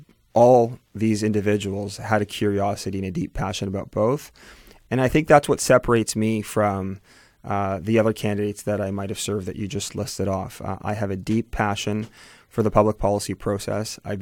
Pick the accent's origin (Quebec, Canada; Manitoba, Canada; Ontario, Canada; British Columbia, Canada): British Columbia, Canada; Vancouver; born there; I was born here in Vancouver.